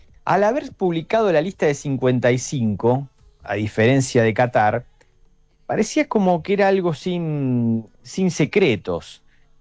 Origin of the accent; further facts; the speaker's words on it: Argentina; somos argentinos